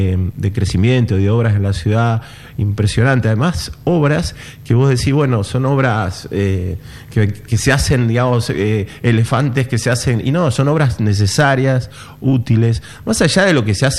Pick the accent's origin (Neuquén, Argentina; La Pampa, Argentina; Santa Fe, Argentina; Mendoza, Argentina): Santa Fe, Argentina; Rosario; No, la verdad que no viví en la ciudad, no tengo mucha, la verdad, pero sí venía y soy rosarino